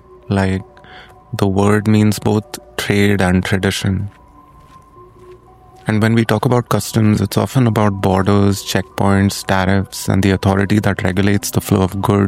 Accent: Mumbai, Maharashtra, India; my hometown, Bombay.

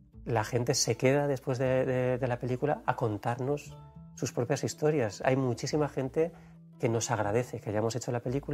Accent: Valencian Community, Spain; accent: Valencian; la lengua valenciana es catalán, con nuestro acento.

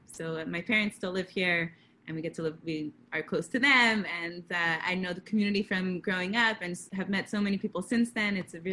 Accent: Delaware, United States; So I'm actually from Delaware originally. This is where I grew up.

